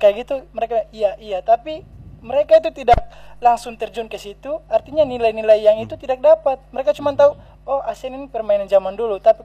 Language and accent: Indonesian; Maluku, Indonesia; identitas kita sebagai warga Maluku.